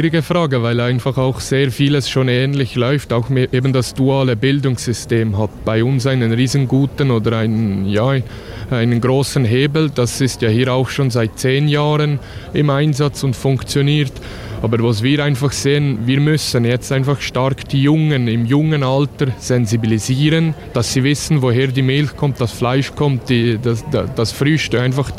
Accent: Switzerland; Und da haben wir das Gefühl, bei uns in der Schweiz leuchtet, also klar, den Generationenwechsel, Generationenwandel haben wir auch, diesen Strukturwandel.

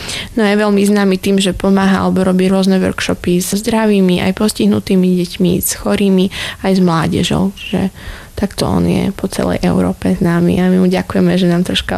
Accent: Košice, Košice Region, Slovakia; pochádzam z Košíc, aj keď moje korene siahajú do Medzeva, takže tiež mám nejaké tie karpato-nemecké korene.

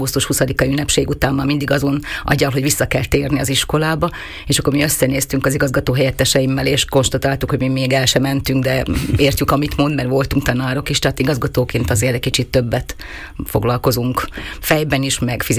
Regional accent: Krasnohorské Podhradie, Košice Region, Slovakia; Ugye hegyek, erdő között nőttem föl, és a gyerekkorom Krasznokán, illetve nagymamámmal Várhosszúréten töltöttük.

